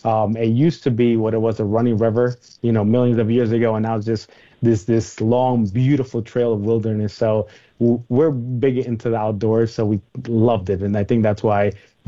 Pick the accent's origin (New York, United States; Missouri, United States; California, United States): New York, United States; New York City; now in Pennsylvania, United States; Growing up in New York City, you just know concrete jungle. Then I live in Pennsylvania, pretty much My backyard is farmland.